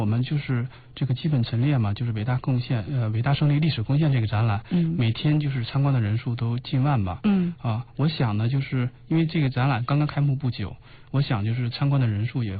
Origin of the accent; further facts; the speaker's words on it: Jiamusi, Heilongjiang, China; 黑龙江佳木斯人。